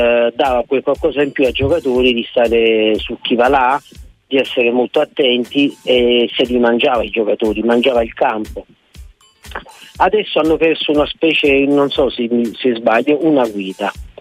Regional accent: Naples, Campania, Italy; ma io sono napoletano e sono tifoso

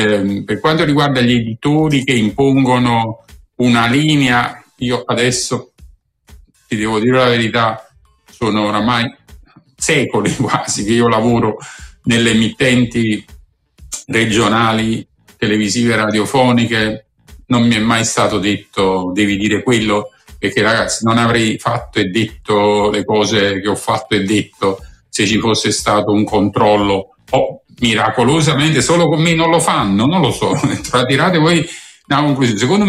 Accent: Naples, Campania, Italy; come napoletani

